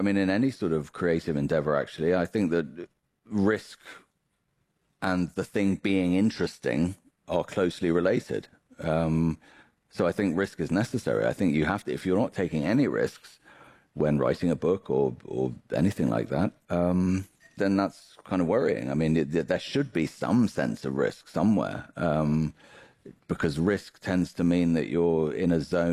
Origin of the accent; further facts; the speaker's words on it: United Kingdom; having grown up there, I feel very at home there. As you can hear, I sound very much like someone who grew up there. But yes, because neither of my parents is British.